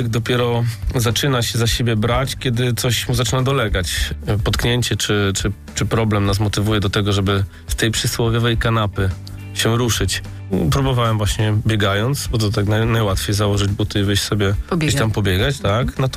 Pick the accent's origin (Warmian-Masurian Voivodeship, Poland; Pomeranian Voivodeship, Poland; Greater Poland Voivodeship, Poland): Pomeranian Voivodeship, Poland; Gdańsk; W mojej młodości jestem z 1980 roku, wychowałem się na osiedlu Chełm tutaj w Gdańsku